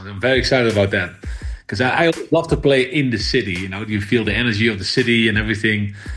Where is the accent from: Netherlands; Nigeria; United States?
Netherlands; I'm from the Netherlands, so we have the similar climate.